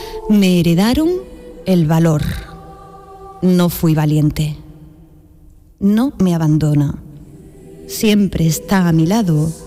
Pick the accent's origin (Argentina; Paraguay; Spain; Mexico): Spain; Jaén, Andalusia; de las de Jaén, que es mi tierra